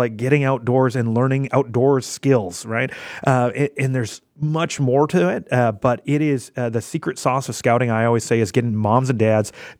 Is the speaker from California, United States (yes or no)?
no; Minot, North Dakota, United States; I remember I grew up in Minot, and we got in a car with a bunch of scout moms and scout dads, and we drove all the way across North Dakota, and I still remember it.